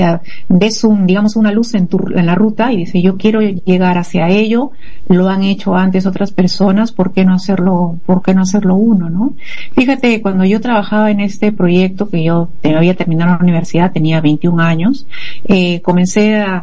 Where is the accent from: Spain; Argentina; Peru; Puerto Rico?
Peru